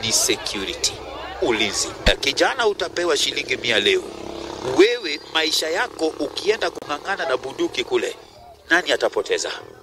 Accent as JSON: {"language": "Swahili", "country": "Kenya", "tie": "born there", "said": "kama Mkenya, niliyezaliwa Kenya hii"}